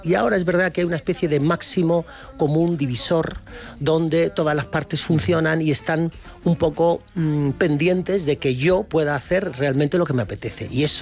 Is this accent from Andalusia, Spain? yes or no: yes; Málaga, Andalusia, Spain; Soy de Málaga y eso se nota, claro.